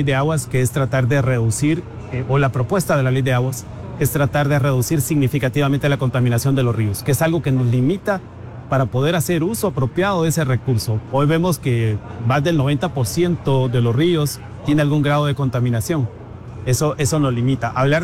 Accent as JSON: {"language": "Spanish", "town": "San Agustín Acasaguastlán", "region": "El Progreso", "country": "Guatemala", "said": "Personalmente soy de San Agustín, Acazahuastlán, entonces hablábamos del Progreso, Zacapa, Chiquimula."}